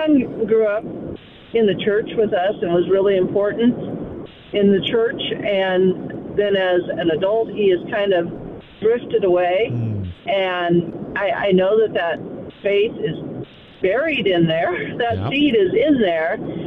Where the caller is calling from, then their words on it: Nebraska, United States; On the road between Arapahoe and Elwood.